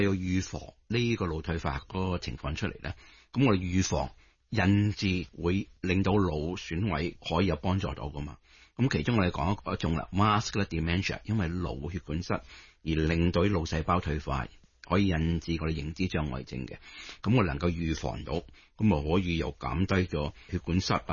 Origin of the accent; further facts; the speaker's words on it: China; 我哋中国人呢就因为年长病人即係嗰一代嘅时候呢，打麻雀就会比较多啲嘅。